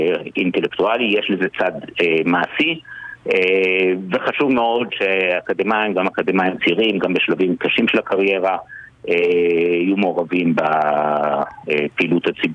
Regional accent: Jerusalem, Jerusalem District, Israel; אני ירושלמי

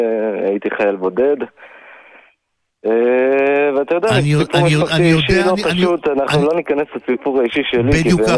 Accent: Tel Aviv, Tel Aviv District, Israel; moved away as an adult; now in Galilee, Israel; נולדתי בתל אביב, לא רחוק, היא גדלה לא רחוק מסדרות רוטשילד, אני גדלתי בדוד המלך, זורים לא רחוקים, שנינו הגענו לגליל, ויצא לנו להכיר, אני הגעתי למסגבם, היא הגיעה למנרה

